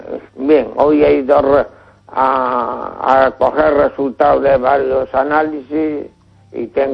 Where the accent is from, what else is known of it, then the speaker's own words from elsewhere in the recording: Neda, Galicia, Spain; moved away; also born or lived in Ferrol; Porque hemos vivido en Neda, donde nací, en la Vuelta del Pilón.